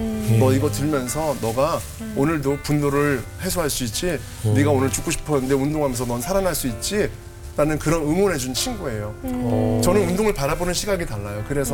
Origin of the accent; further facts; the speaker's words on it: Seoul, South Korea; 제가 자란 곳이 태어난 곳이 청량리예요.